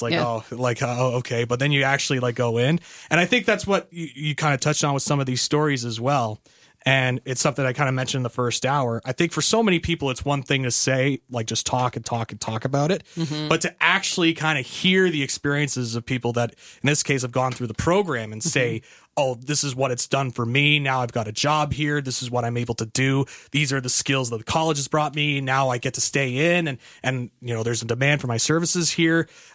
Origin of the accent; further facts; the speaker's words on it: Ottawa, Ontario, Canada; moved away as an adult; I come from Ottawa.